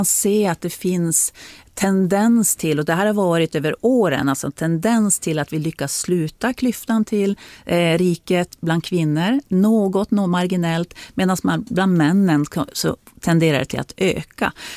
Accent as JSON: {"language": "Swedish", "region": "Norrbotten County", "country": "Sweden", "said": "Och som norrbottning så är det ju en ganska sorglig läsning, måste man säga."}